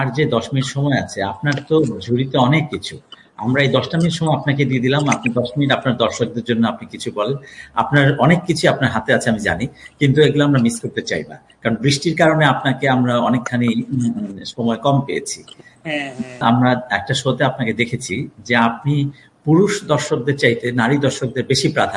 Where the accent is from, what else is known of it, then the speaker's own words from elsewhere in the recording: Narsingdi, Dhaka Division, Bangladesh; now in Dhaka, Bangladesh; আমার দেশের বাড়ি হচ্ছে নরসিংদী।